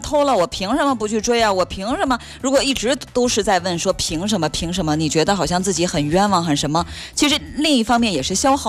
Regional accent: Fuzhou, Fujian, China; 那我们福州人难怪都叫有福之人呢。

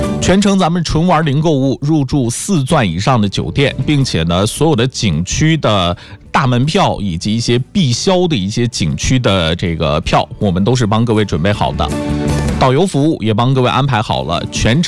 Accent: northern China, China; 因为我是北方人

